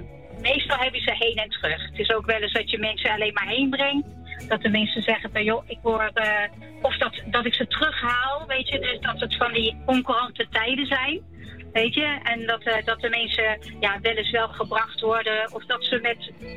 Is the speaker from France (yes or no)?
no; New Zealand; Dutch is a second language; now in Netherlands; Ja, dan ga ik, als het goed is, voor de laatste keer richting mijn geboorteland in Nieuw-Zeeland.